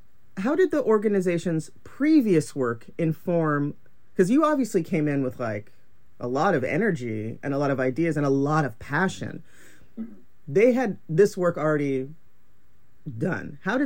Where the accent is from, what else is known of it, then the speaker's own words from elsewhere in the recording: Los Angeles, California, United States; also born or lived in Salem; now in Oregon, United States; I grew up in LA where white people were like effectively the minority. I lived in Long Beach.